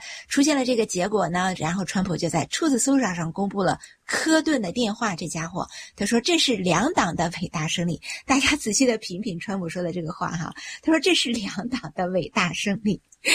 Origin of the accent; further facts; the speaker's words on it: United States; 咱们美国人是吵了几十年